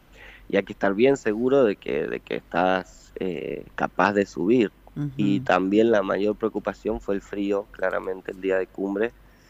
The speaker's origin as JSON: {"language": "Spanish", "country": "Argentina", "said": "somos 12 los argentinos que han subido el Lhotse"}